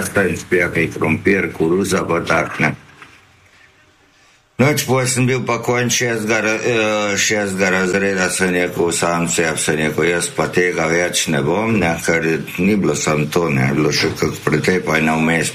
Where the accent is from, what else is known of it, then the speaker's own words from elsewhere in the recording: Zagorje ob Savi, Central Sava, Slovenia; also born or lived in Trbovlje; Ja, rodil sem se v bistvu v Trbovljih v bolnici, da ga živel pa v Zagorju, v Savi.